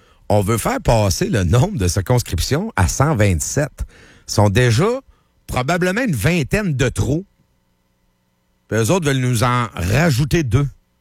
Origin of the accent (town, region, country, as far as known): Quebec, Canada